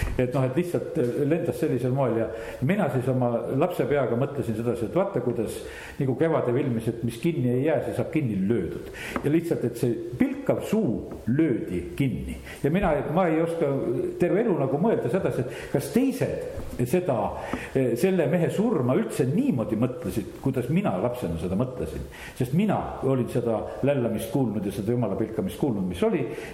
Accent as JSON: {"language": "Estonian", "town": "Võru", "region": "Võru County", "country": "Estonia", "tie": "born or raised there", "said": "kui elasin, noh, ütleme lapsena siin Võrus veel"}